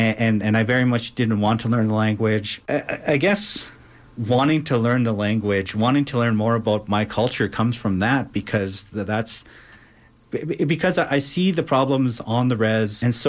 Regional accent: Siksika Nation, Alberta, Canada; now in Calgary, Canada; I'm from Siksika Nation, which is a Blackfoot reserve about an hour east of Calgary on the Trans-Canada, near Galician, Alberta. I am a combined degree communications and engineering student at the University of Calgary.

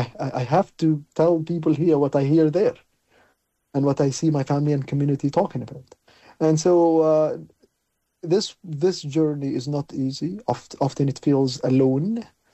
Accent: Palestine; now in Canada; I was born in the First Intifada

